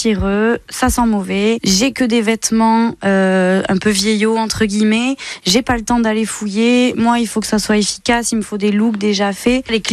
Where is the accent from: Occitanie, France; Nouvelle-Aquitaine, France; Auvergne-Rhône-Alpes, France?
Nouvelle-Aquitaine, France; Bayonne; j'ai 30 ans et je suis de Bayonne.